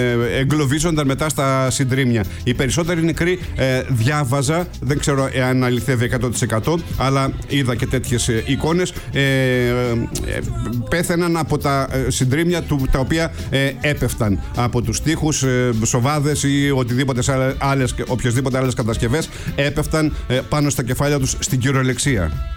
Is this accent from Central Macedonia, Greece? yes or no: yes; Livadi, Central Macedonia, Greece; moved away; Το πάνω, όταν λέμε εμείς πάνω, είναι το Λιβάδι.